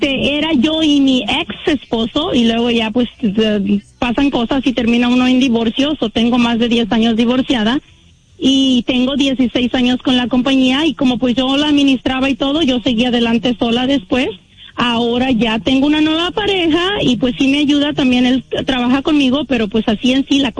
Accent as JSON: {"language": "Spanish", "region": "Guerrero", "country": "Mexico", "said": "Él es de San Salvador y yo soy de Guerrero."}